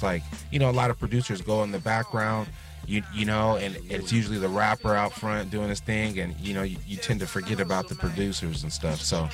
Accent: California, United States; I'm from California.

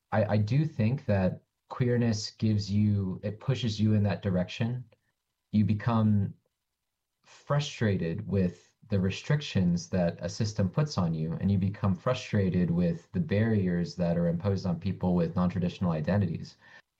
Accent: Rosamond, California, United States; also born or lived in San Pedro Sula, Honduras; I grew up in Rosemont, California, which is in the desert of the Antelope Valley, north of LA, like an hour and a half. I was born in San Pedro Sula in Honduras

